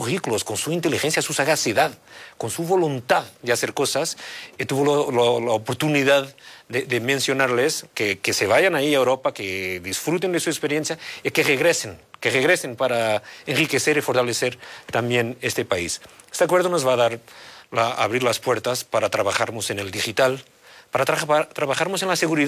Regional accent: Portugal; Hay un fado de mi país natal, Portugal, que dice que el mejor está por llegar.

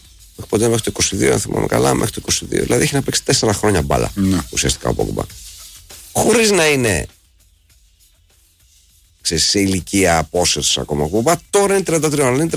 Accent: Greece; Έχουμε ανάγκη να στηρίζουμε με πάθος κάθε τι που ηχεί ελληνικό ακόμα και αν δεν είναι.

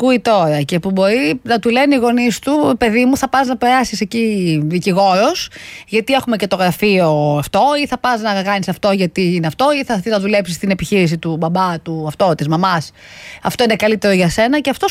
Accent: Malliada, Western Greece, Greece; Στο χωριό μου, κάτω εκεί στον πύργο, στα Μαλλιάδα.

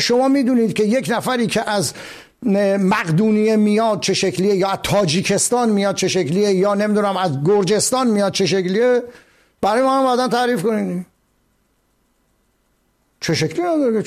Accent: Iran; now in Sweden; منی که از ایران اومدم،

